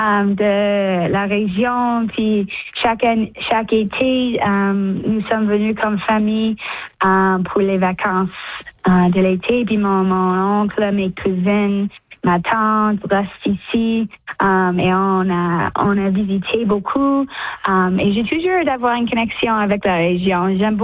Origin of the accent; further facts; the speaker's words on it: Toronto, Ontario, Canada; French is a second language; je suis retournée chez moi à Toronto. J'ai fait beaucoup d'entraînement dans mon gym en Burlington puis sur la glace aussi.